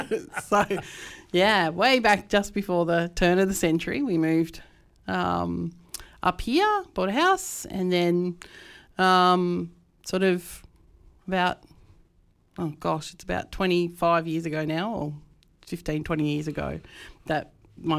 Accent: Blacktown, New South Wales, Australia; also born or lived in Western Sydney; I was born a Westie in Western Sydney. Oh, yeah. So I grew up in Blacktown and we moved to the coast.

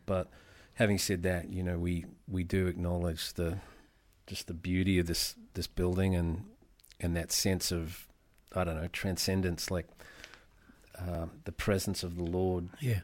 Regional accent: Cootamundra, New South Wales, Australia; moved away as an adult; also born or lived in United States; I grew up in Cootamundra

